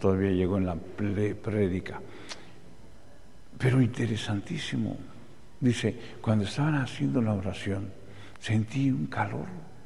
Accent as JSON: {"language": "Spanish", "town": "Lomas", "region": "Mexico City", "country": "Mexico", "tie": "born or raised there", "said": "Yo también nací en las Lomas. Sí, tú no sabes. En lo más jodido. Pues era el lago de Texcoco, ¿no? Pero, bueno, sí, bueno, somos de Lomas."}